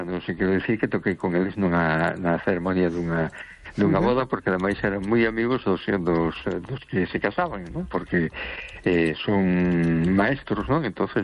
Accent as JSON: {"language": "Spanish", "town": "A Coruña", "region": "Galicia", "country": "Spain", "said": "Hola, buenas noches … de Coruña."}